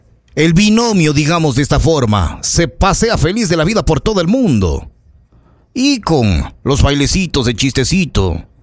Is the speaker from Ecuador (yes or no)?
yes; Ecuador; como lo somos los ecuatorianos.